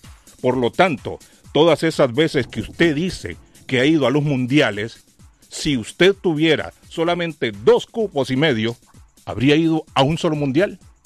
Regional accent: Honduras; Y me siento con el derecho de responderle como centroamericano, pero más como hondureño.

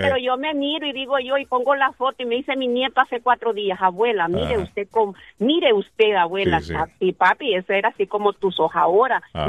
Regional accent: Honduras; es de Honduras, yo soy de Honduras

